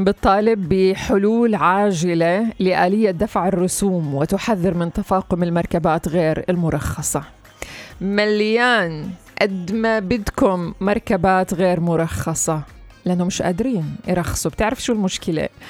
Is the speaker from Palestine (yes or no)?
yes; Palestine; إحنا كمان كفلسطينيين